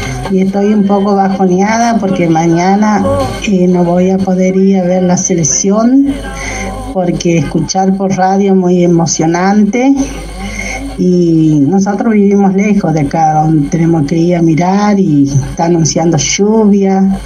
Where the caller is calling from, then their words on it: Argentina; del Cuadrado Norte.